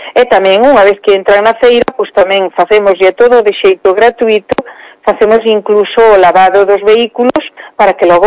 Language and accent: Galician; Monforte de Lemos, Galicia, Spain; eu que son de Monforte, hai xente que me dice, vamos a comer o polvo ali porque debe ser da auga que está riquísimo